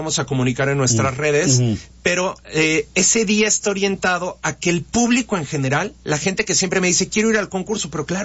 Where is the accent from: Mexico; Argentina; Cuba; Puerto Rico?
Mexico; yo como mexicano dirigiendo las Américas